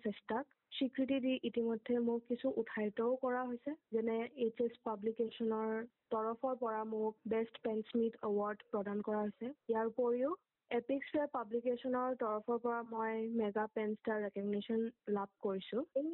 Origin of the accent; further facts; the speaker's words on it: Guwahati, Assam, India; মই গুৱাহাটীৰ বাসিন্দা